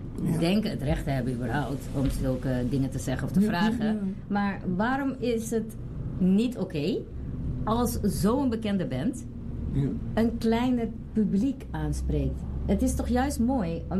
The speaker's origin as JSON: {"language": "Dutch", "country": "Suriname", "said": "als wij als Surinamers stoppen met lelijk doen tegen elkaar."}